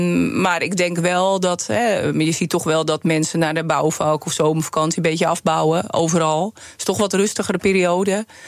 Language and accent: Dutch; North Holland, Netherlands; Ik kom zelf uit West-Friesland, daar zijn we ook groot geworden met Baanrijk.